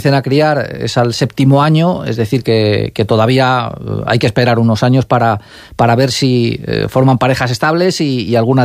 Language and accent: Spanish; Ávila, Castile and León, Spain; para los abulenses, que somos tierra de migración